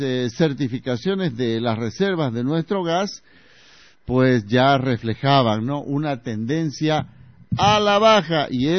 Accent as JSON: {"language": "Spanish", "country": "Bolivia", "said": "nosotros como bolivianos"}